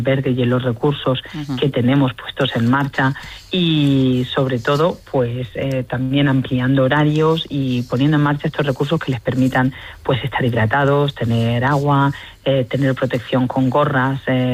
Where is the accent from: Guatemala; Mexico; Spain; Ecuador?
Spain; Murcia, Region of Murcia; las personas que vivimos en Murcia, que somos murcianos...